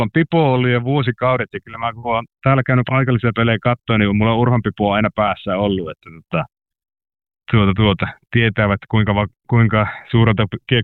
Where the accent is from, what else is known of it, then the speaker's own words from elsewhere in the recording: Suolahti, Central Finland, Finland; Mä vartuin tuolla Keski-Suomessa Suolahdessa Jyväskylän pohjoispuolella ja siellä oli kovat menot käynnissä aina.